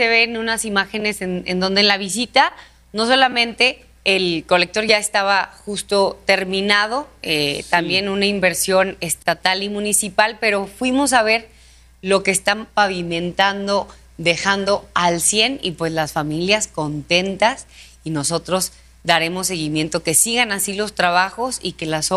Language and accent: Spanish; Durango, Mexico